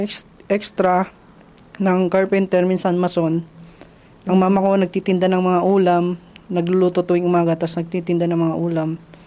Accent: Taguig, Metro Manila, Philippines; also born or lived in Negros Oriental; Dito sa Manila eh. Dito na ako lumaki kasi.

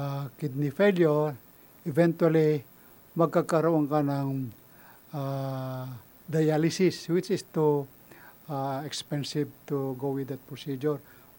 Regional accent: Northern Luzon, Philippines; I'm from Northern Luzon

